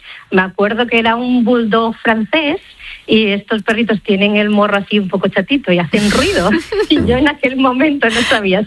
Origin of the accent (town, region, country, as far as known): Asturias, Spain; now in Barcelona, Spain